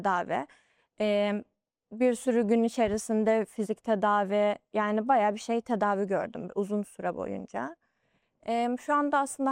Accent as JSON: {"language": "Turkish", "region": "Kahramanmaraş", "country": "Turkey", "tie": "born or raised there", "said": "Hocam 6 Şubat 2023 yılında Kahramanmaraş'ta deprem oldu biliyorsunuz ki o depremde ara tatil için memleketime gitmiştim."}